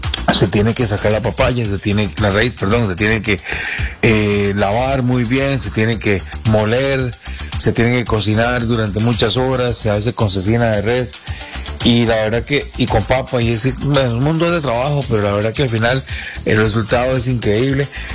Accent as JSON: {"language": "Spanish", "area": "San Carlos", "region": "Alajuela", "country": "Costa Rica", "tie": "born or raised there", "said": "Yo soy oriundo de San Carlos"}